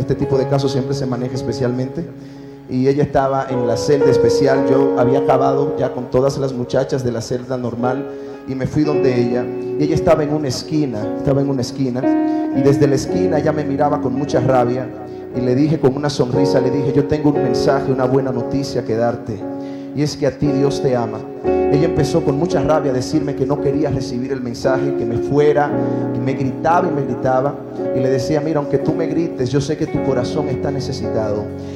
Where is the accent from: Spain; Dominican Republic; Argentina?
Dominican Republic; moved away